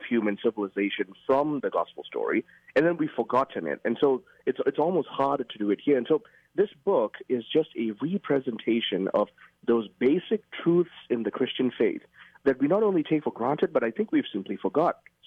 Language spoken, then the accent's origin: English; Kuala Lumpur, Malaysia; I grew up in Malaysia, Kuala Lumpur, and the way the biblical story has taken hold in the West is simply not the way it has taken hold in the East.